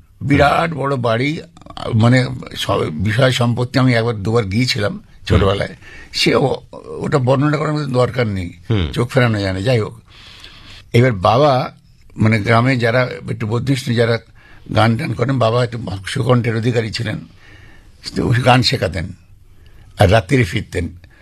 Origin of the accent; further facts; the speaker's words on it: Kolkata, West Bengal, India; born there; also born or lived in Jessore, Bangladesh; তো আমার জন্ম হয়েছিল বেলেঘাটায়, বাপের বাড়ি ছিল যশোরে গোপের ঘাটে।